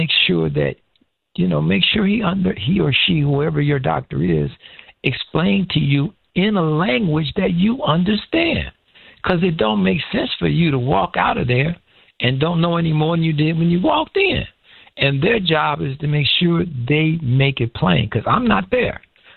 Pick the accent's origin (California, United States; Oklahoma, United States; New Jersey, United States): California, United States; Inglewood; I grew up in Inglewood, and neither of my parents got past high school.